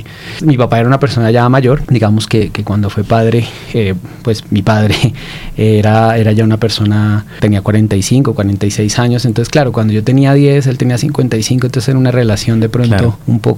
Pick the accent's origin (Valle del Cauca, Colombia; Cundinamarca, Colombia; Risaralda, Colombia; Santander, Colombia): Cundinamarca, Colombia; Funza; moved away as an adult; also born or lived in Mosquera / Bogotá / France; now in Medellín, Colombia; Sí, la primaria la hice ahí en Funza, después el bachillerato lo hice en un colegio de Mosquera.